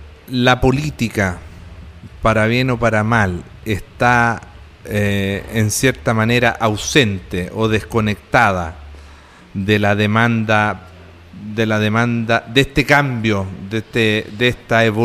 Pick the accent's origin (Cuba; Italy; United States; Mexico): Italy; nosotros, bueno, como italianos